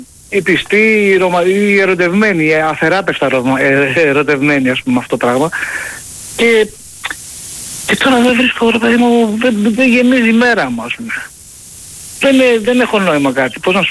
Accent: Paiania, Attica, Greece; Εντάξει, δεν παίρνω τηλέφωνα. … είμαι από την Παιανία.

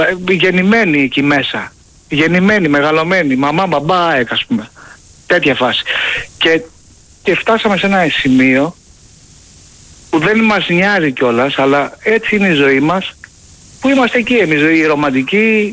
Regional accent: Paiania, Attica, Greece; Εντάξει, δεν παίρνω τηλέφωνα. … είμαι από την Παιανία.

